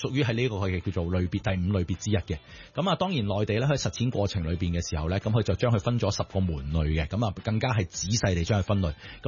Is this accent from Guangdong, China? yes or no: no; Fujian, China; 譬如我哋福建人可能有一啲唔同嘅习俗啦